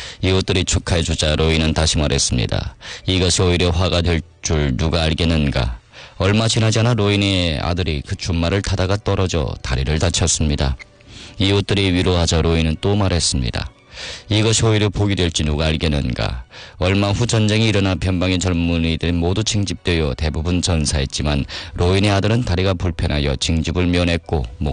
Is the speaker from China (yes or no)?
yes; China; 우리 조선족 분들은 우리말로